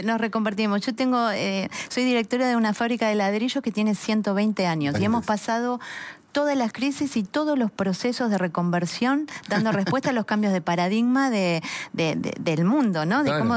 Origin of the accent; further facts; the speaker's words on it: Argentina; como argentinos, también nos hacen falta.